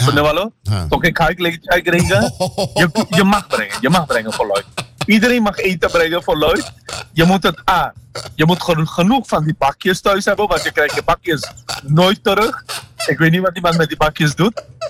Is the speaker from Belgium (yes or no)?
no; Suriname; Nee, maar luister, ik ben in Suriname opgegroeid.